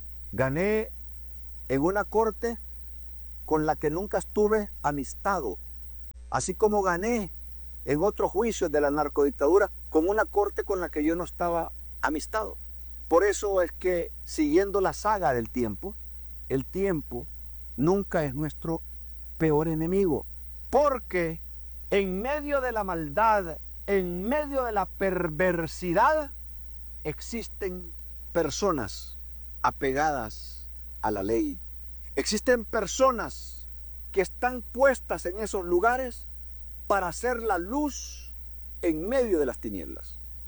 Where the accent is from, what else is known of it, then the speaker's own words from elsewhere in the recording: Honduras; Porque si como hondureños creemos que todo esto es un desastre, nos vamos a hundir.